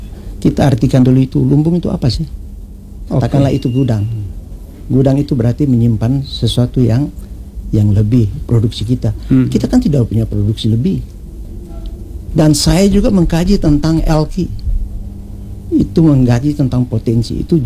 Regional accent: Maluku, Indonesia; kita ini orang Maluku

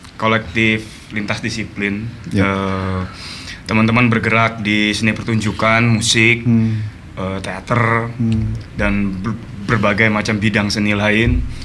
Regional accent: Jatinangor, West Java, Indonesia; born there; Awalnya di Jatinangor.

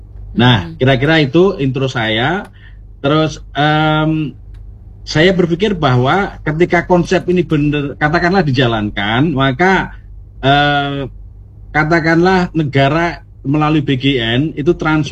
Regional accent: Bantul, Special Region of Yogyakarta, Indonesia; Karena saya orang Bantul

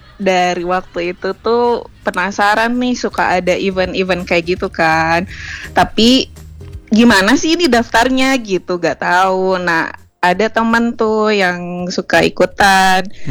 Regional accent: Bandung, West Java, Indonesia; Bandung dong.

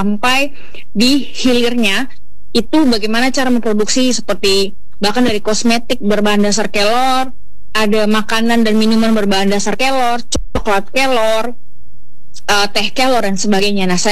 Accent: East Nusa Tenggara, Indonesia; moved away; saya lahir dan besar di Pulau Timor, kemudian saya pergi merantau, saya melihat dunia luar

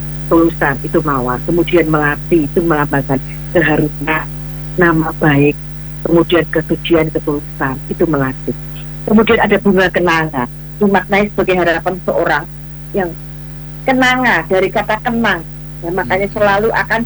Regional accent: Java, Indonesia; Bureh kalau kita orang Jawa itu kan di dipurehkan ya, ditaruh di badan, dipureh-purehkan gitu.

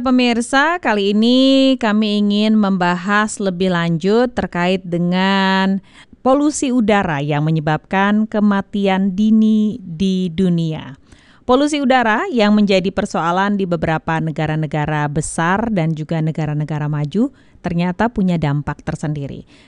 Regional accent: Jakarta, Indonesia; kita warga Jakarta

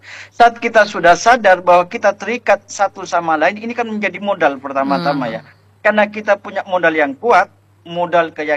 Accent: Madura, East Java, Indonesia; kita secara sebagai orang Madura

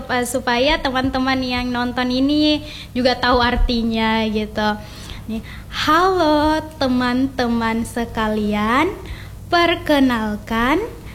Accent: South Sulawesi, Indonesia; di daerah saya, Kabupaten Jeneponto

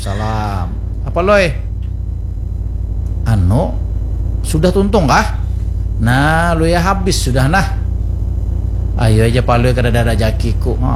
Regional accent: South Kalimantan, Indonesia; Artinya kita sebagai orang Banjar jangan Guang Gael.

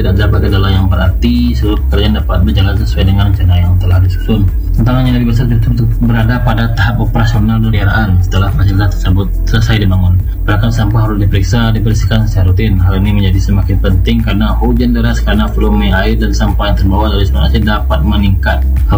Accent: Padang, West Sumatra, Indonesia; kita sendiri sebagai warga Kota Padang.

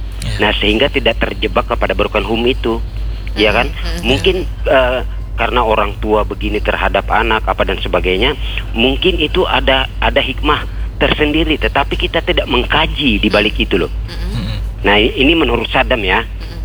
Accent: South Kalimantan, Indonesia; ujar orang kita Banjar nih, biar tuha tapi masih ahoy.

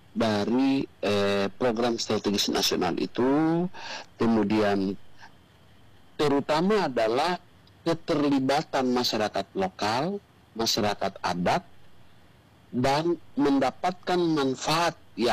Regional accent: Papua, Indonesia; kita orang Papua

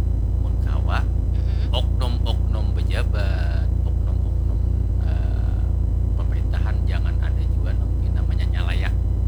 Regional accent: Banjarmasin, South Kalimantan, Indonesia; kota kita Banjarmasin ini adalah kota sungai

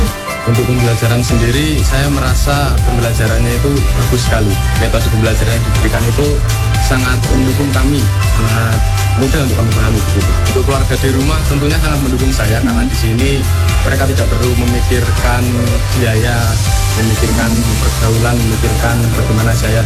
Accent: Pacitan, East Java, Indonesia; moved away; Asal saya dari Kota Pacitan, Kecamatan Arjosari, Desa Karangkusum.

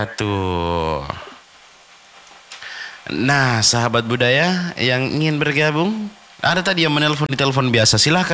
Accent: South Sulawesi, Indonesia; sebagai orang Bugis, kita Bugis atau orang Sulawesi Selatan lah

